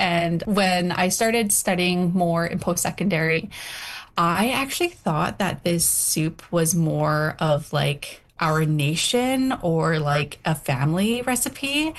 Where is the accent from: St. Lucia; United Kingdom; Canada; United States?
Canada; British Columbia; now in Victoria, Canada; I am a Nisga, and I'm from the Gnadda, Frog, and Raven clan. I'm currently a visitor on the traditional territories of the Algonquin and Wissanich peoples here in Victoria, BC.